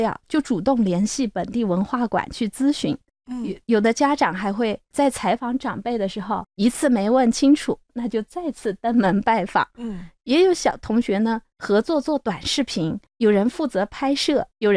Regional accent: Kunming, Yunnan, China; 原来一锅长白菜里藏着我们昆明人的民俗意义，一座老房子里装着我们云南人的生存智慧。

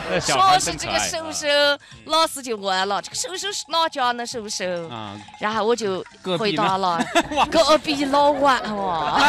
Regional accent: Fengqing, Yunnan, China; accent: Fengqing dialect; 我只会讲风清话。

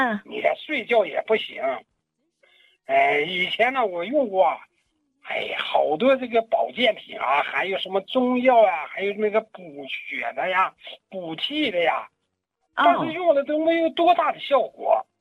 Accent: Shenyang, Liaoning, China; 哎，没错，林老师。哎，您说的挺对的。你看我是沈阳的，今年72了。

